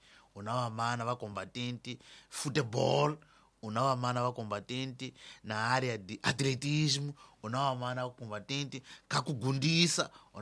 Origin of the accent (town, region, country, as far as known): Mozambique